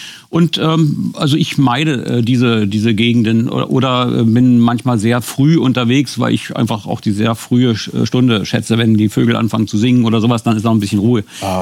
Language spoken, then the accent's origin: German; eastern Germany, Germany; Ich komme ja nur aus dem Osten